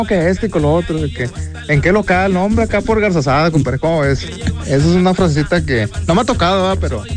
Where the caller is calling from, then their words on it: Allende, Nuevo León, Mexico; de Allende, Nuevo León. Ya me cambié de residencia